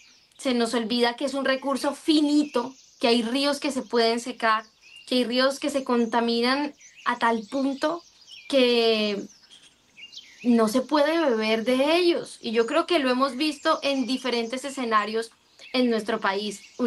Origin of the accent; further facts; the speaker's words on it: Colombia; nosotros como colombianos